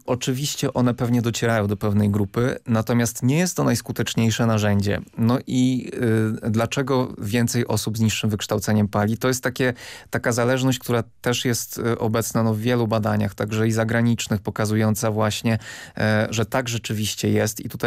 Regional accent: Lublin Voivodeship, Poland; Ja pochodzę z niedużego miasta na Lubelszczyźnie i tam są siłownie na świeżym powietrzu. Moi rodzice, którzy nadal mieszkają w moim mieście, korzystają z tych siłowni

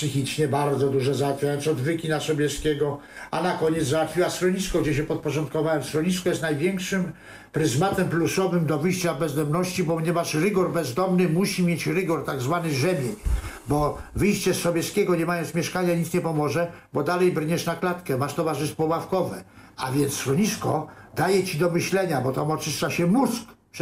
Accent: Radom, Masovian Voivodeship, Poland; born there

